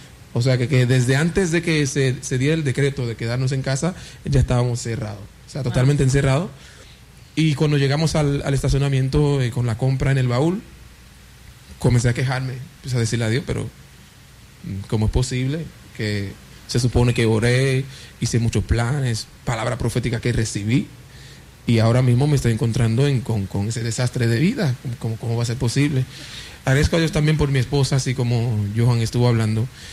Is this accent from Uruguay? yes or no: no; Haiti; Spanish is a second language; moved away; Yo soy de Haití